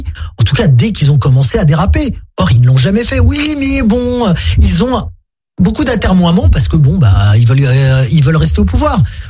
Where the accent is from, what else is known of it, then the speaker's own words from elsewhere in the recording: France; Je ne suis pas israélien, je suis français, je vote en France.